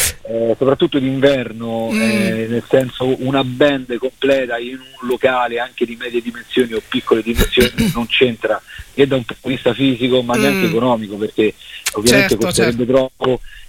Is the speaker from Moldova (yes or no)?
no; Lazio, Italy; poi si torna con tutta la band dalle nostre parti in provincia di Rieti